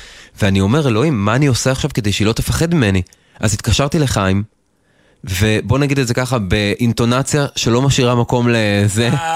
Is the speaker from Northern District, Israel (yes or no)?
yes; Afula, Northern District, Israel; אני גדלתי באפולה